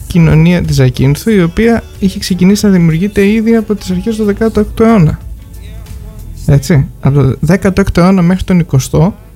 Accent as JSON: {"language": "Greek", "area": "Zakynthos", "region": "Ionian Islands", "country": "Greece", "said": "Σαν ζακυνθινός λαός του σήμερα."}